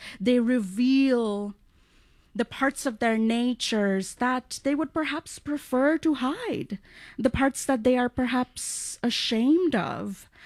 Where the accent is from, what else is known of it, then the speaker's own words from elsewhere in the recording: India; growing up in India, class difference was so apparent to me